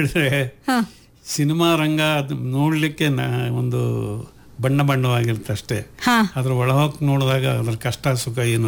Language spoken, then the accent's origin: Kannada; Alur, Karnataka, India; ನಮ್ಮೂರವರೇ, ಆಲೂರಿನವರೇ.